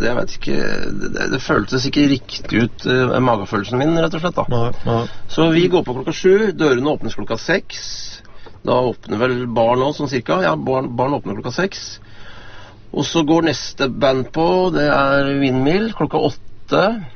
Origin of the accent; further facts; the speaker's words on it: Lørenskog, Akershus, Norway; moved away; så jeg kom jo egentlig fra, fra Lørenskog, jeg vokste opp da.